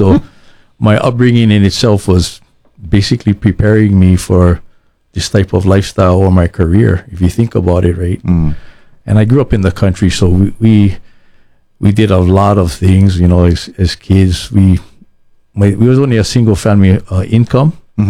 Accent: Maui, Hawaii, United States; I grew up on Maui, so we really didn't have that much contact with our fire department back then. I lived up in upcountry Maui

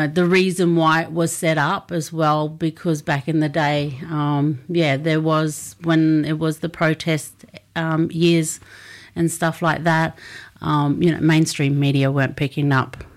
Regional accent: Tennant Creek, Northern Territory, Australia; Yeah, so I grew up in Tennant Creek, Jungaragu, and I was sent here for school. Came here for school.

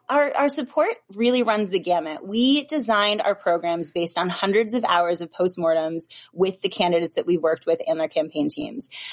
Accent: Michigan, United States; Michigan.

